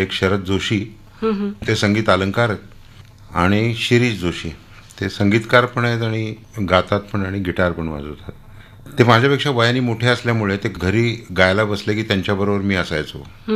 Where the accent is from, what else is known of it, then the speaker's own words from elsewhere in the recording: Pune, Maharashtra, India; पुण्यामध्ये नारायणपेठेत आमचं वडिलोपार्जित घर, आणि तिथे बालपण गेलं. तिथेच